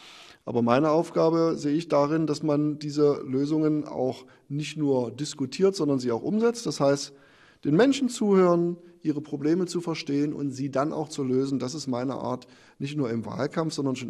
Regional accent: Quedlinburg, Saxony-Anhalt, Germany; Ich liebe meine Heimat. Ich bin hier geboren, 1979 in Quedlinburg.

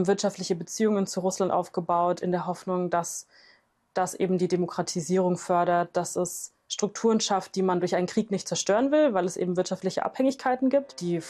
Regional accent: Germany; Ich bin nicht persönlich involviert gewesen. Ich habe auch keine Familie da. Ich komme aus Deutschland.

